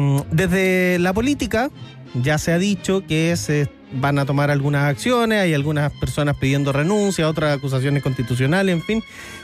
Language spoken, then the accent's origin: Spanish; Viña del Mar, Valparaíso, Chile; now in Santiago, Chile; Resulta que yo soy de Viña y llevo 6 años viviendo en Santiago. 7. 7 años viviendo en Santiago